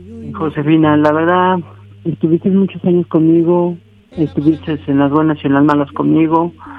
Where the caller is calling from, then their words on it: Apizaco, Tlaxcala, Mexico; Aquí de Apizaco, Tlaxcala.